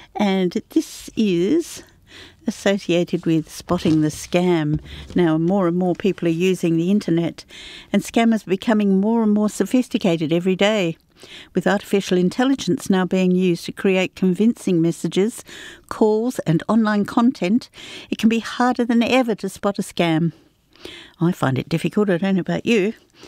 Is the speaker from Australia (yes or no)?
yes; Australia; it's something we can relate to, being Australian.